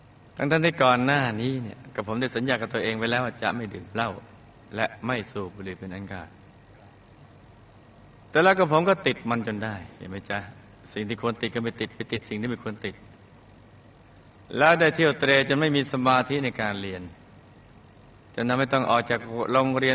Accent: Phetchabun, Thailand; born there; กับผมเกิดในครอบครัวเกษตรกรรมที่ค่อนข้างยากจนจังหวัดเพชรบูรณ์มีพี่น้อง3คนกับผมเป็นลูกชายคนโต

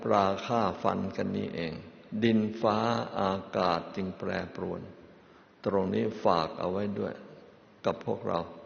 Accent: Kanchanaburi, Thailand; หลวงพ่อจำได้ตอนเด็กๆสิ้นสงครามต้องบ้านอยู่กาญจนบุรีต้องไปเข้าคิวกันรับแจกข้าว

